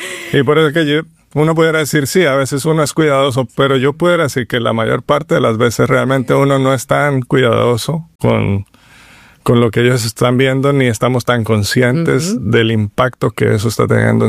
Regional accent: Barranquilla, Atlántico, Colombia; born there; moved away as an adult; also born or lived in Guatemala; Yo soy colombiano. Nací en la costa de Colombia, en Barranquilla.

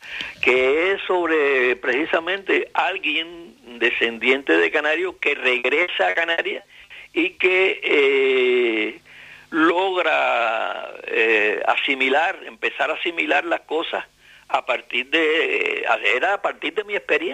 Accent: San Antonio de los Baños, Artemisa, Cuba; born there; ahí en San Antonio de los Baños, que es donde yo nací

